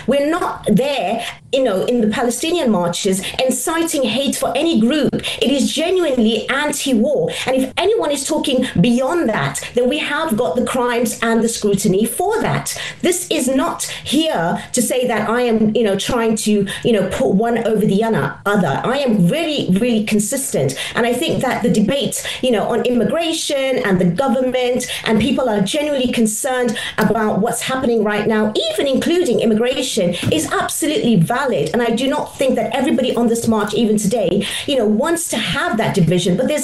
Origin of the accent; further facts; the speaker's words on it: United Kingdom; I have on every single part of my profile a British Union flag because I'm British